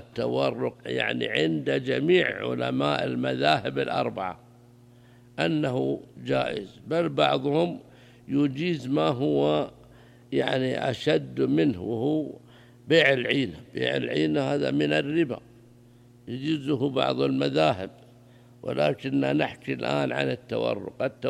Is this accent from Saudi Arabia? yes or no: yes; Saudi Arabia; بينما هو عندنا في السعودية كان قديما يعني 1200 قبل 3 سنوات